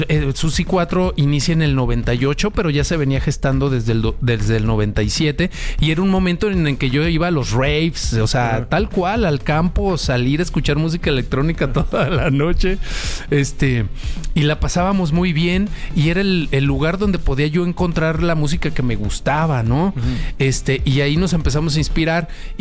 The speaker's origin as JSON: {"language": "Spanish", "country": "Mexico", "said": "siendo mexicano"}